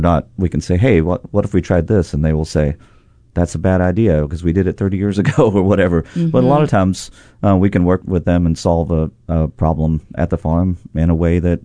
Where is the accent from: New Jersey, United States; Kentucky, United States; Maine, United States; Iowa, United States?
Kentucky, United States; now in Hawaii, United States; I grew up in Kentucky fixing old cars and old buildings and stuff